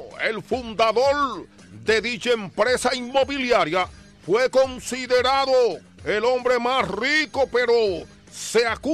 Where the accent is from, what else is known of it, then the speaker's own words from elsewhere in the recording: Dominican Republic; now in United States; mi país, República Dominicana